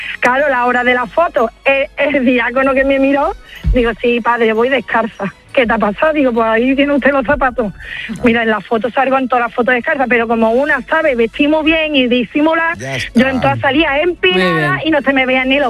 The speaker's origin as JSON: {"language": "Spanish", "town": "Huelva", "region": "Andalusia", "country": "Spain", "said": "Tengo un hermano, mira, nosotros somos de Huelva, pero vamos, medio lepero"}